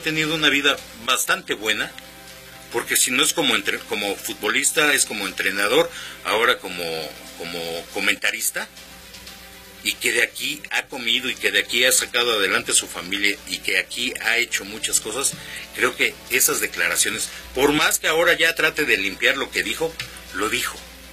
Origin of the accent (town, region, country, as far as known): Mexico